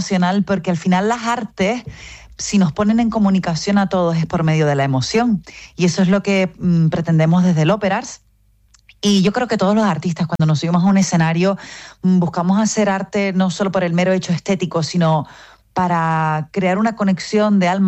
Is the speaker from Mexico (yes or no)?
no; Canary Islands, Spain